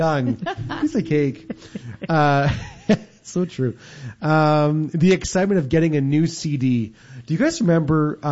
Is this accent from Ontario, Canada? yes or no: yes; Sudbury, Ontario, Canada; We laughed coming from up north, right? We came from Sudbury.